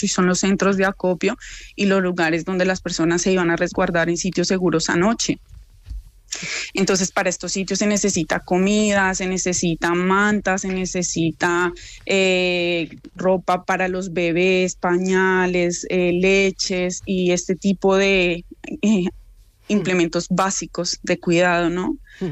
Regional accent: Bogotá, Bogotá Capital District, Colombia; Yo, por ejemplo, pues soy de Bogotá

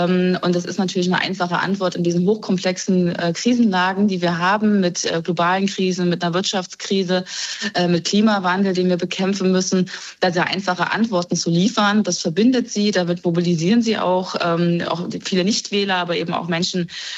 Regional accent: Thuringia, Germany; ich komme aus Thüringen, da kann ich da vieles berichten

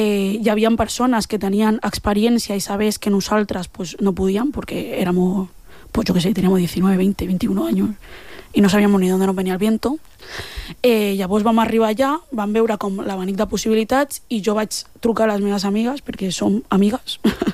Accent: L'Hospitalet de Llobregat, Catalonia, Spain; com a dones negres d'Hospitalet, que no que som d'Opi

